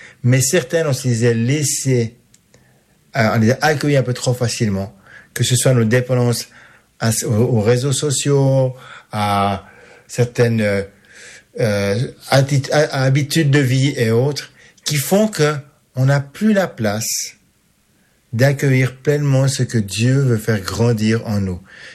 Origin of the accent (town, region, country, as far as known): Switzerland